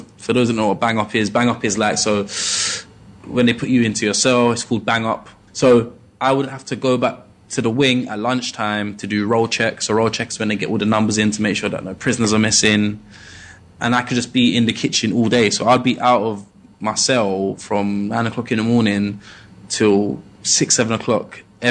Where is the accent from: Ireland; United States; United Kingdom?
United Kingdom; Peckham, London; growing up in Peckham, people weren't. For my demographic, weren't really putting out YouTube videos